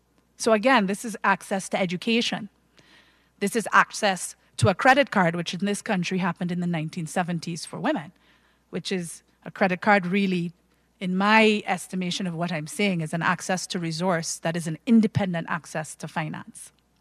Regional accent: Ottawa, Ontario, Canada; accent: Caribbean; I grew up in Ottawa, Canada, for a while, so I know very, very, my Caribbean accent, yes, but I know very cold.

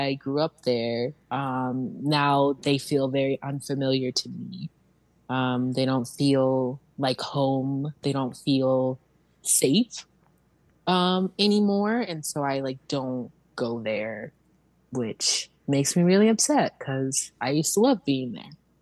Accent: Denver, Colorado, United States; I grew up in Five Points in Park Hill

